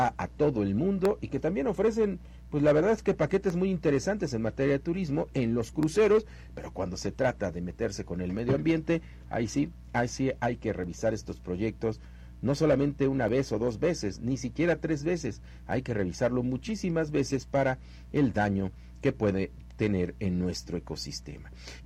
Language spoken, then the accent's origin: Spanish; Mexico